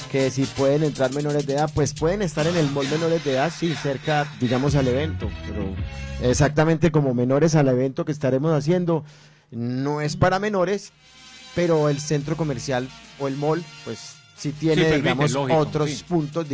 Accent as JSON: {"language": "Spanish", "country": "Colombia"}